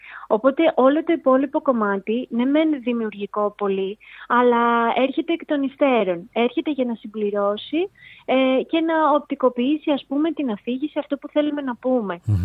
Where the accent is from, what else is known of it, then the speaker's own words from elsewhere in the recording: Ano Kastritsi, Western Greece, Greece; το Άνω Καστρίτσι, να πω ότι είναι το χωριό μου, είναι η μαμά μου από εκεί και έχω μνήμες από το εκκλησάκι αυτό